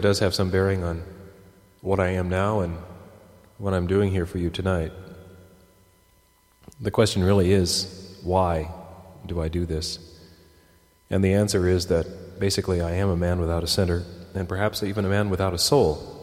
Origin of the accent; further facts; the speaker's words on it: Hallam, United States; It's nice to be back in my hometown of Hallam, that town with a grumpy, prosaic, Republican-sounding name, like a squat horizontal building.